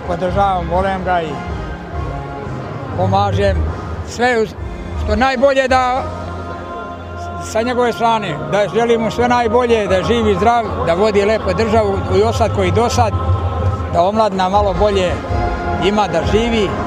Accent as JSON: {"language": "Serbian", "town": "Gornja Orovica", "region": "Šumadija and Western Serbia", "country": "Serbia", "said": "Od Ljubovije, Gornja Orovica."}